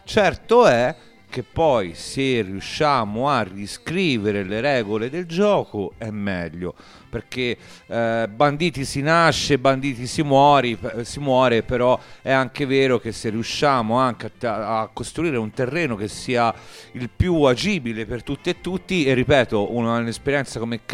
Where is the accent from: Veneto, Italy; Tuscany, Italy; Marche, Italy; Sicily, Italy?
Tuscany, Italy; now in Rome, Italy; Io da toscano ho provato a portare questa esperienza.